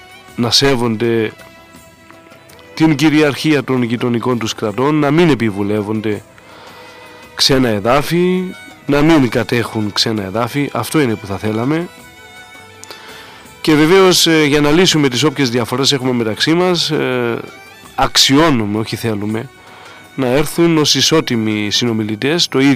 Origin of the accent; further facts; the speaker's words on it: Greece; ως Έλληνες